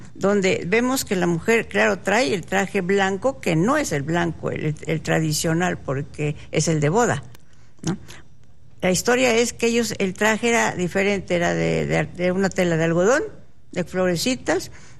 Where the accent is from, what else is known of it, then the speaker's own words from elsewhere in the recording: Puebla, Mexico; born there; moved away; also born or lived in Mexico City; yo nací en Puebla.